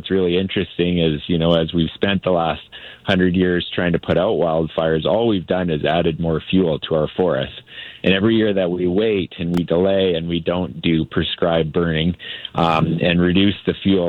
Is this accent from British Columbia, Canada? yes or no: yes; British Columbia, Canada; I think as British Columbians